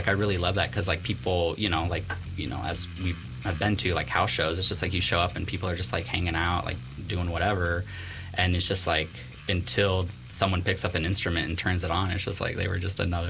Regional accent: San Diego, California, United States; moved away; I'm from San Diego originally.

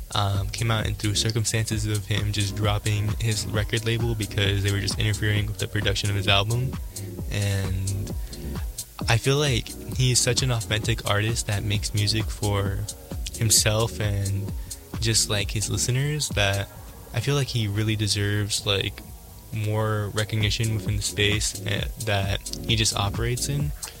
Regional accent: United States; due to me being Mexican American, I grew up to a lot of like I guess like Spanish like rock songs due to my parents, you know.

